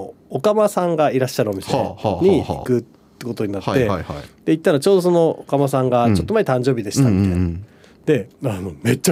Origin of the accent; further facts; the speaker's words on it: Sapporo, Hokkaido, Japan; 札幌ですよ、札幌どこっつって、うん、篠原ですっつったら